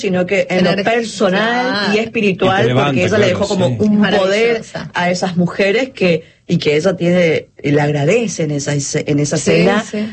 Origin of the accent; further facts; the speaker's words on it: Chaco, Argentina; born there; si bien yo nací en el Chaco, mi papá todo el tiempo iba a Paraguay, iba y venía, tenía la sangre guaraní de parte de él.